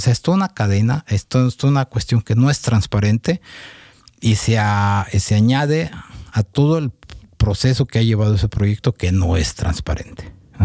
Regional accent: Mexico; Y como mexicano también habrá que preguntarse

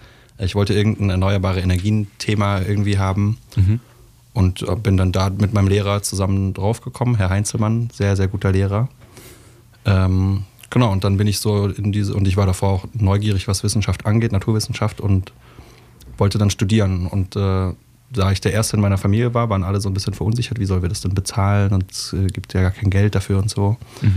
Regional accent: Baden-Württemberg, Germany; ich bin in Oberschwaben aufgewachsen.

